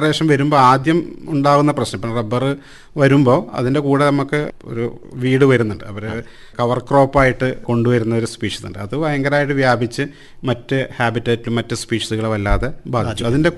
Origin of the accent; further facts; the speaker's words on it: Pariyaram, Kerala, India; ഇപ്പം ഞാൻ പരിയാരം സ്വദേശിയാണ്.